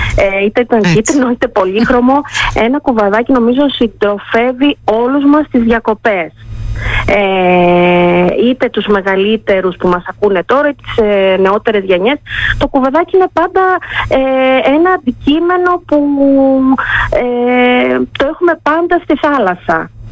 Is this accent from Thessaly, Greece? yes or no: no; Iraklitsa, Eastern Macedonia and Thrace, Greece; στο πατρικό μου, στη πατρίδα μου, στην Ερακλήτσα Καβάλας.